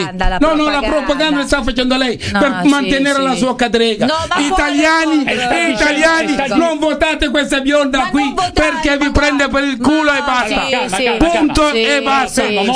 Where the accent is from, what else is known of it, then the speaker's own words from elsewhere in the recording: Milan, Lombardy, Italy; Sono di Corvetto.